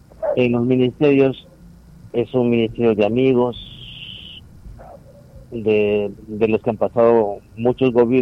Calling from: Peru; Solamente como peruanos hay que lucharle del día a día

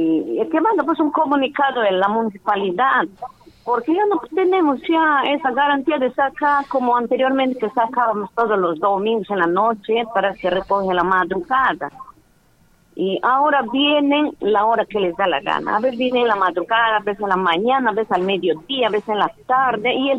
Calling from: Morales, San Martín, Peru

